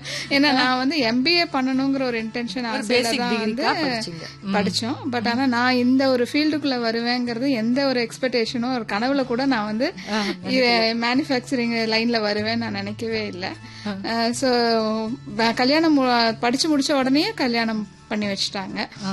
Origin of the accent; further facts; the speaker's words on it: Coimbatore, Tamil Nadu, India; கொங்கு நாடு தான், கோயம்புத்தூர் தான். பக்கா கோயம்புத்தூர் பொண்ணு தான்.